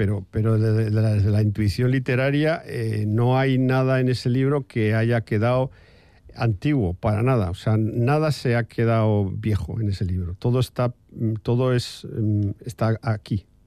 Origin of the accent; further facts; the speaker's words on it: Spain; En la España de finales de los 70, en la España que yo fui crío, o sea, joven, yo tenía 17 años, en el 79